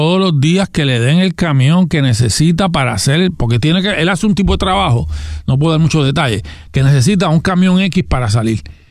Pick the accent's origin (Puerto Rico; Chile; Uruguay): Puerto Rico; Gurabo; yo soy de Gurabo, uh-huh, y gran parte del lago Carraízo está en Gurabo, fundamentalmente en el barrio Aguas de Gurabo.